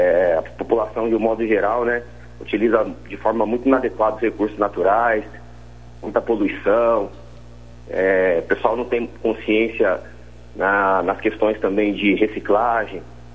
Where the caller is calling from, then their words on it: Mauá, São Paulo, Brazil; Eu estou falando de Mauá, São Paulo.